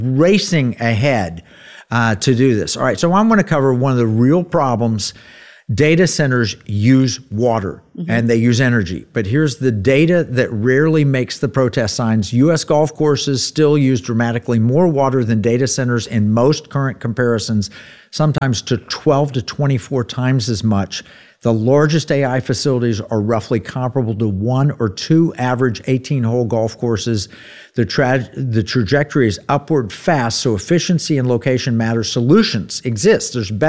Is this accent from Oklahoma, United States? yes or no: yes; Tulsa, Oklahoma, United States; which, by the way, was one we grew up with in Tulsa.